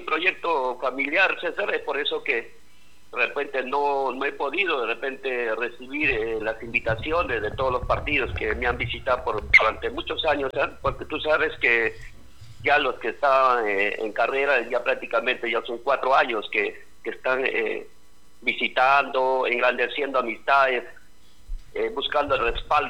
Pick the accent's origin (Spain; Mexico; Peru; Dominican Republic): Peru; Mazamari, Junín; mi persona radica aquí en Masamari, en los 365 días del año, toda una vida, ¿no? Yo he nacido aquí, aquí tengo un proyecto familiar